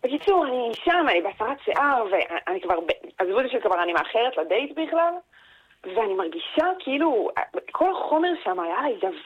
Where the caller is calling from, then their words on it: Tel Aviv, Tel Aviv District, Israel; אני מתל אביב, אני בת 22.